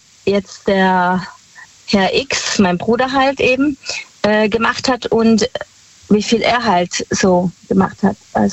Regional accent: Heidenheim an der Brenz, Baden-Württemberg, Germany; Aus Heidenheim an der Brenz.

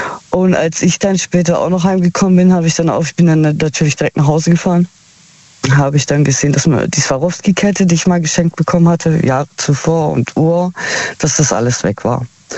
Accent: Heilbronn, Baden-Württemberg, Germany; Aus Heilbronn.

